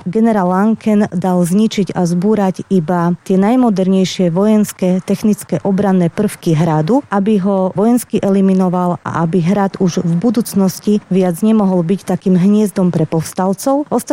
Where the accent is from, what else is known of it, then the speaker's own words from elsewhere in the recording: Vranov nad Topľou, Prešov Region, Slovakia; Ja som rodená Vranovčanka.